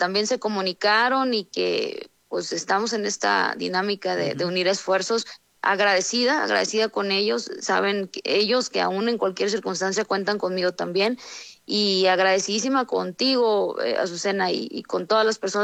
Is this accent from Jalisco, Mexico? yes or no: no; Sinaloa, Mexico; pues soy norteña, soy sinaloense